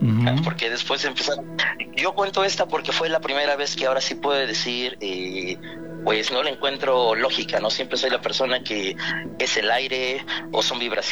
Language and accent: Spanish; Atlixco, Puebla, Mexico; Yo soy de Puebla